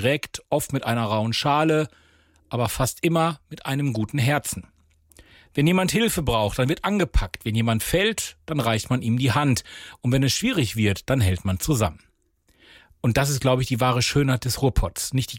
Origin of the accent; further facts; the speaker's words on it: Recklinghausen, North Rhine-Westphalia, Germany; Ich bin hier geboren im Ruhrgebiet in Recklinghausen. Ich bin hier aufgewachsen